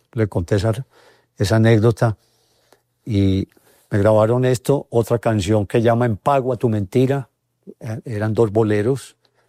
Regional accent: Colombia; Yo creo que los muchos reconocimientos y honores que he recibido como compositor colombiano se lo debo a tres cosas.

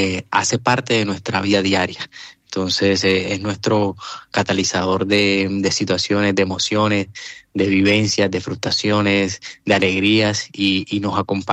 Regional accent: Cartagena, Bolívar, Colombia; born there; moved away; also born or lived in Barranquilla; La Esperanza, que fue donde yo me crié en Cartagena, bueno, y después en Barranquilla, en La Magdalena

